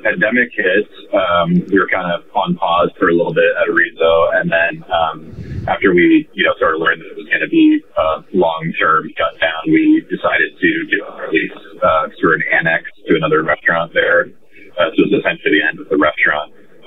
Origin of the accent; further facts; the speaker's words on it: Oregon, United States; I grew up on the Oregon coast, like I was telling you earlier, and my dad's an avid outdoorsman, so I grew up around an incredible product that was straight from the source.